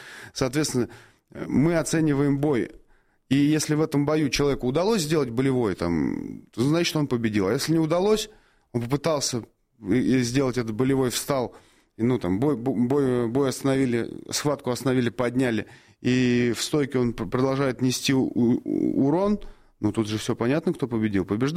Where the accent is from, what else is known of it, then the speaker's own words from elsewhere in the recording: Russia; мы из России.